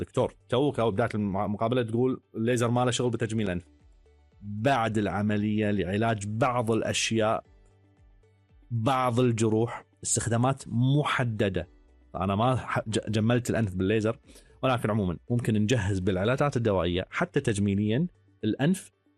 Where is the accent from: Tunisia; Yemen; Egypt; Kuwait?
Kuwait; عندنا بالكويت